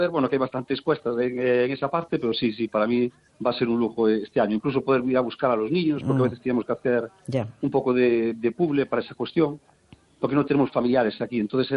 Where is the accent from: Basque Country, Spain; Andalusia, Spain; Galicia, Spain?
Galicia, Spain; Lugo; born there; Sí, yo nací en Lugo, sí, sí.